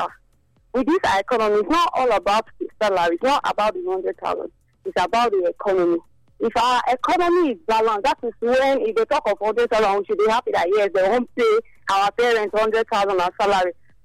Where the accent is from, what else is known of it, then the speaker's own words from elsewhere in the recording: Uruguay; This one I'm new. I'm from Uruguay.